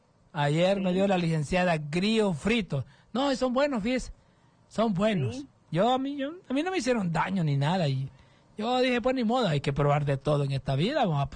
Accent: Estelí, Nicaragua; Estelí, comiendo, que andaba en mi pueblo.

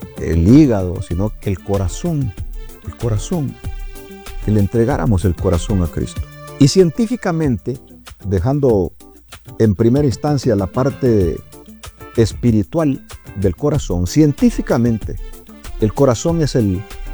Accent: Choluteca, Honduras; now in Tegucigalpa, Honduras; Desde pequeño escuché en la iglesia evangélica a la que asistí en mi pueblo choluteca, en el barrio San Juan Bosco, la iglesia Betel

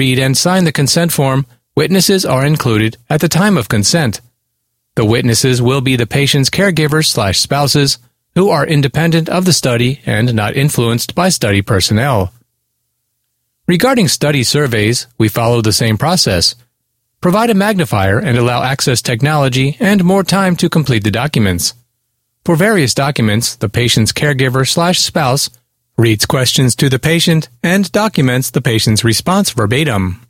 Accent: Little Rock, Arkansas, United States; this room is known as the Little Rock Room. I don't think we ever found out why this room is named for my hometown, but what a coincidence.

